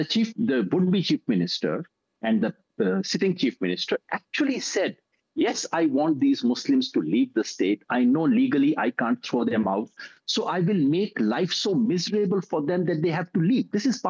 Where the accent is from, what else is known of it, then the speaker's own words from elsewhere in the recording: India; As an Indian, I feel ashamed. As an Indian, I feel very sad that we have to even raise these questions